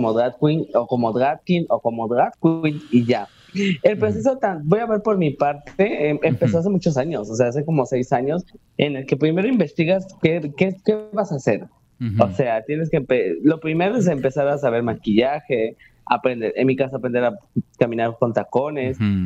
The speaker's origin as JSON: {"language": "Spanish", "country": "Mexico", "said": "Soy una mexicana que trabaja día y noche"}